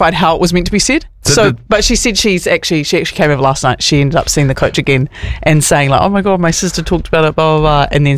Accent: Wales, United Kingdom; I'm just a Welsh girl.

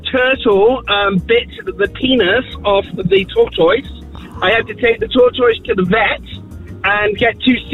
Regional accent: England, United Kingdom; accent: English; moved away; It's probably my English accent.

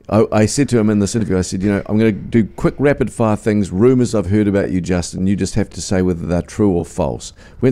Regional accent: New Zealand; from New Zealand

